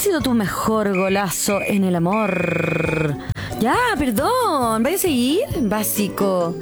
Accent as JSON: {"language": "Spanish", "country": "Chile", "said": "Somos chilenos."}